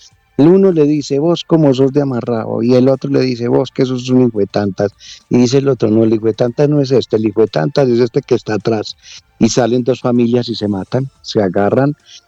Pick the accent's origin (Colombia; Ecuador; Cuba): Colombia; Medellín, Antioquia; Yo soy montañero, yo soy de San Cristóbal